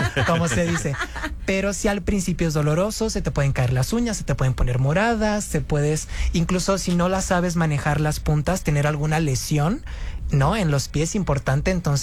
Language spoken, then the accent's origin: Spanish; Culiacán, Sinaloa, Mexico; moved away; also born or lived in Mexico City; me regresé a Culiacán, yo soy sinaloense